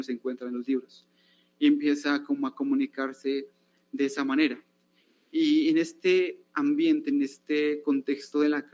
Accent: Sibundoy, Putumayo, Colombia; moved away as an adult; now in Bogotá, Colombia; en este caso hablo de Sibundoy

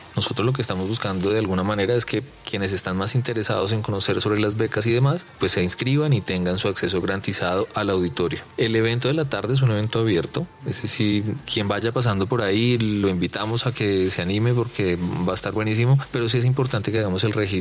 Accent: Colombia

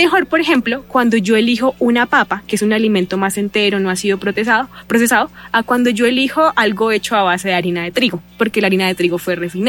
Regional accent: Boyacá, Colombia; yo donde soy de Boyacá

